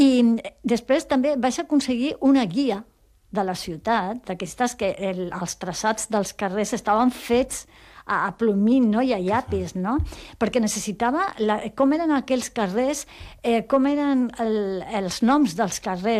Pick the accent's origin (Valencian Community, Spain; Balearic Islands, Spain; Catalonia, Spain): Catalonia, Spain; Barcelona; perquè sóc de Barcelona